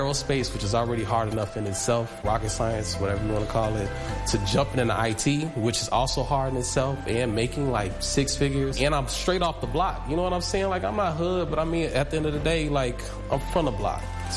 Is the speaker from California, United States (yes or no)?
no; Chicago, Illinois, United States; in Chicago. I'm a guitarist from the south side of Chicago, born and raised in West Englewood. I went to Leo Catholic High School.